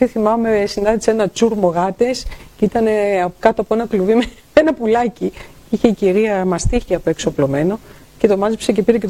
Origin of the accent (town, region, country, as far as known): Chios, North Aegean, Greece